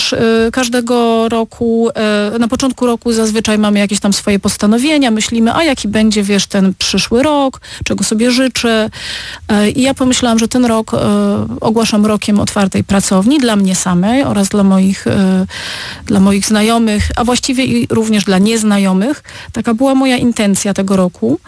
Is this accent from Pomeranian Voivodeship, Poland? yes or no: no; Opole Voivodeship, Poland; Ostatni cykl to był taki cykl związany z opolskim, z cementem, bo o tyle, tak jak wiesz, wychowałam się koło cementowni Odry.